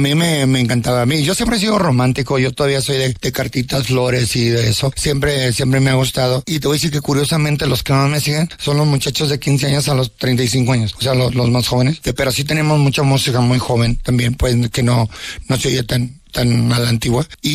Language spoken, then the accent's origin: Spanish; Mexico; como mexicano que soy